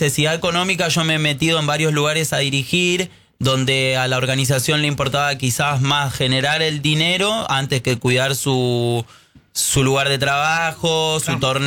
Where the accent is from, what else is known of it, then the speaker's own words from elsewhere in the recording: Gregorio de Laferrere, Buenos Aires Province, Argentina; De la Ferrere, Gregorio de la Ferrere, sí, nacido ahí, criado ahí.